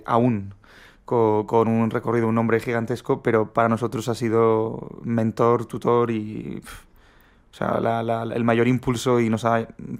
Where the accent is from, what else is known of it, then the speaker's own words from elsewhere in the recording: Catalonia, Spain; es que yo soy catalán